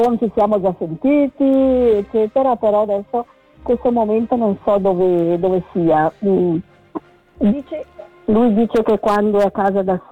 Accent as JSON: {"language": "Italian", "region": "Ticino", "country": "Switzerland", "tie": "born or raised there", "said": "io dico nel mio paese, in Valle Morobbio, dicevamo."}